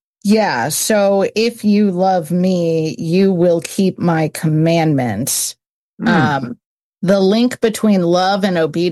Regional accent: United States; I'm an American

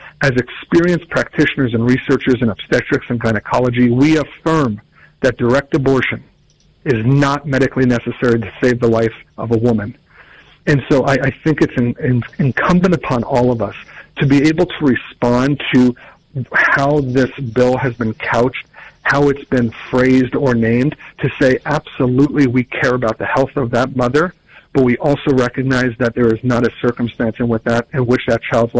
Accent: Virginia, United States; in my home state of Virginia

